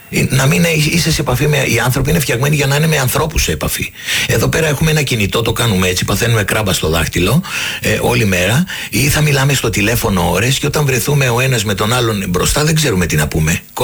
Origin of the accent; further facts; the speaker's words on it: Crete, Greece; born there; now in Athens, Greece; Εγώ με την Κρήτη έχω τις αναμνήσεις τις παιδικές μου. Έκανα εκεί το δημοτικό, απέκτησα φιλίες.